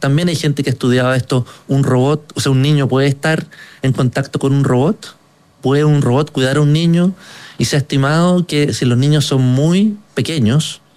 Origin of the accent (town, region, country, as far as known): Chile